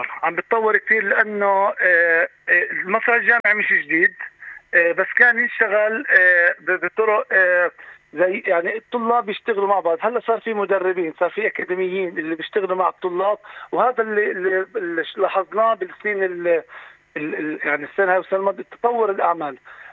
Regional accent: Palestine; احنا كمسرحيين فلسطينيين

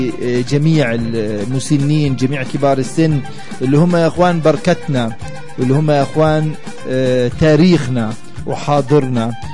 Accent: Palestine; حياتنا كفلسطينيين

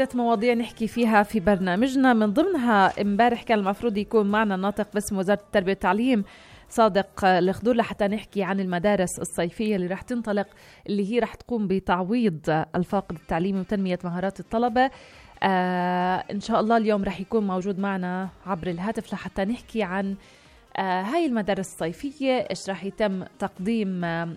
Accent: Hebron, Hebron Governorate, Palestine; بلدية الخليل اللي هي مدينتي

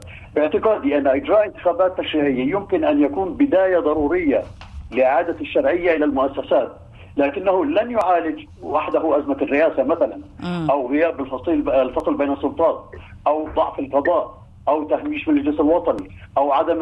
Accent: Palestine; نحن كفلسطينيين

